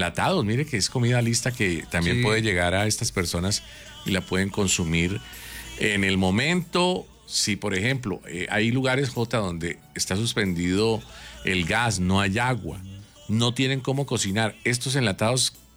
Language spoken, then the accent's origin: Spanish; Colombia; nosotros como colombianos